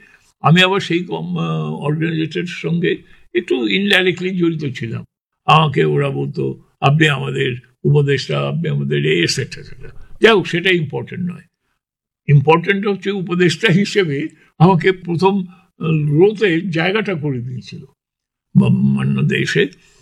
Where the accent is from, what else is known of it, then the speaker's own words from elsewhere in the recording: Delhi, India; আমি দিল্লির ছেলে